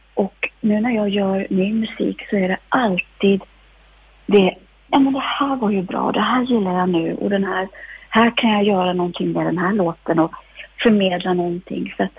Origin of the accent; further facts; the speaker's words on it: Östersund, Jämtland County, Sweden; vi kom ju från Jämtland, Östersund